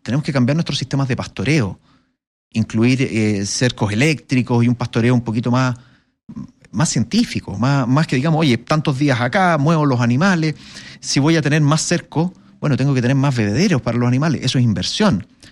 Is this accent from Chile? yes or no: yes; Chile